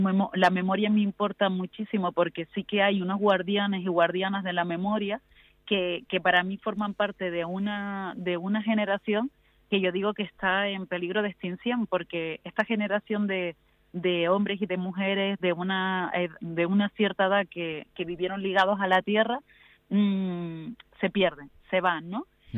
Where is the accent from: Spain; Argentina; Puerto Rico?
Spain; Los Silos, Canary Islands; now in Teno Alto, Spain; yo soy de la Isla Baja, soy de Los Silos.